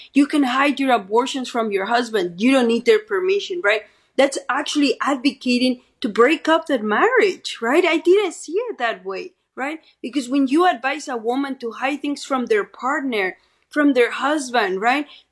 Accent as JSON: {"language": "English", "country": "Mexico", "moved": "yes", "said": "I'm an immigrant. I'm from Mexico."}